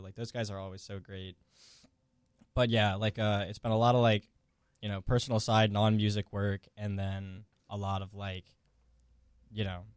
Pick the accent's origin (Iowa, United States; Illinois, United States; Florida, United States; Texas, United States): Florida, United States; Tampa; moved away as an adult; also born or lived in Tallahassee; now in Orlando, United States; we're both originally from Tampa, but we both moved here at the same time. We moved here, was it June or July, like late June, early July?